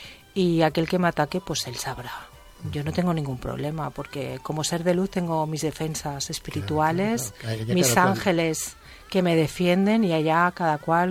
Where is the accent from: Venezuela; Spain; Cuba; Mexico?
Spain; Catalonia; Y soy española y soy catalana